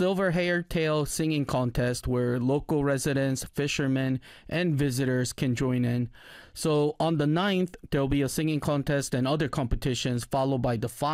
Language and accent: English; Seogwipo, Jeju, South Korea; Yeah, my hometown is Seogipo.